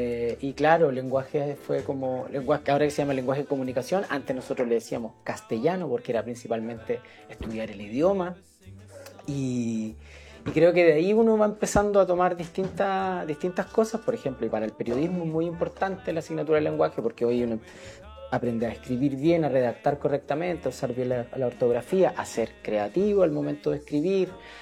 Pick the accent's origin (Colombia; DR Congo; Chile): Chile; Tomé, Biobío; Yo soy tomecino, nacido y criado aquí. Entiendo que en el hospital de Tomé. y toda mi vida la viví en el barrio en Bellavista, en la República Independiente de Bellavista.